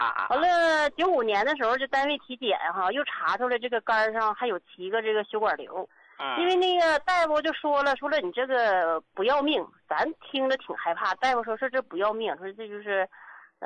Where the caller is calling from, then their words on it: Harbin, Heilongjiang, China; 我不知道您还记得我吧，我今年63了，胡老。我家是哈尔滨的。